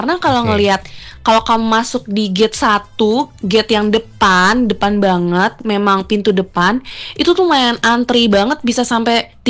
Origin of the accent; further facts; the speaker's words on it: Bekasi, West Java, Indonesia; Enggak, aku dari kota Bekasi. Kebetulan kota Bekasi dekat lah ya dari Jakarta.